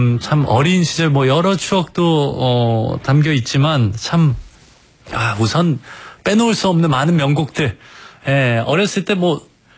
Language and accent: Korean; Singapore; 제가 싱가포르에서 자랐지만 거기에 봉봉이라는 한국 노래방이 하나가 있었어요.